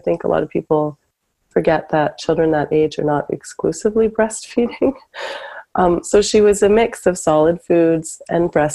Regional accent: Canada; also born or lived in Yukon / Toronto; And I'm from Canada. And when I had her, I was mostly living in the Yukon and also Toronto in Ontario, going to school.

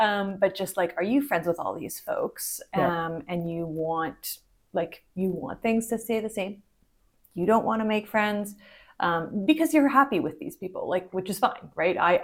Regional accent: Ottawa, Ontario, Canada; moved away; My hometown is Ottawa, which is not Toronto, but it's still pretty big.

